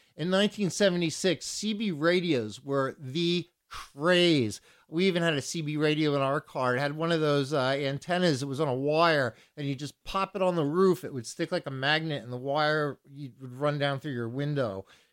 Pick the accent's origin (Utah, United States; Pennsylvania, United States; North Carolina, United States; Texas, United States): Pennsylvania, United States; Philadelphia; I'm from the Philadelphia area, and my whole family is actually from Philadelphia.